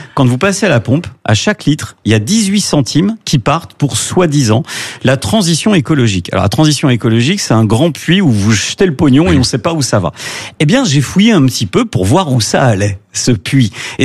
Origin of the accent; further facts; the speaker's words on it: France; en tant que Français